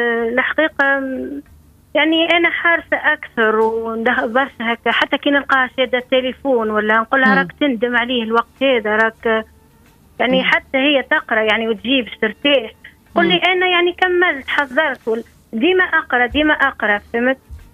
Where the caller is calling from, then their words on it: Bizerte Governorate, Tunisia; من ولاية بنزرت.